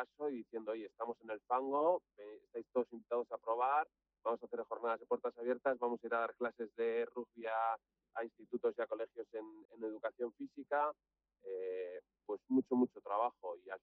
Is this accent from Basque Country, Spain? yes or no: yes; Bilbao, Basque Country, Spain; somos de Bilbao